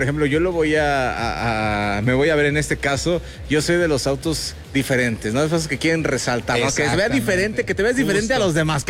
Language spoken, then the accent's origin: Spanish; Mexico; La gente, como buen mexicano, queremos todo rápido